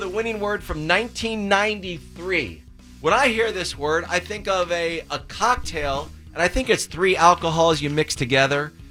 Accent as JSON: {"language": "English", "town": "Santa Monica", "region": "California", "country": "United States", "tie": "born or raised there", "said": "I love the Santa Monica Pier. That's my hometown pier."}